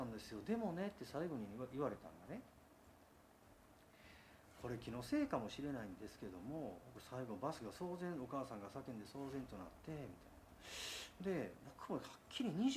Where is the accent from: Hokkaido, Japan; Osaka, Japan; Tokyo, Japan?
Osaka, Japan; まあ、気がつくと地元の大阪にたどり着いてたと。